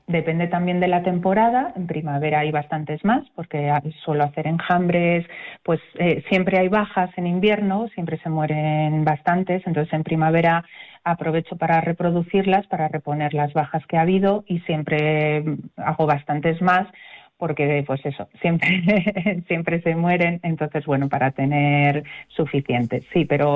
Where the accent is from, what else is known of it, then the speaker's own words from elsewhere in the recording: Castilla-La Mancha, Spain; en Guadalajara hay mucha tradición apícola. Yo en mi pueblo hay varios apicultores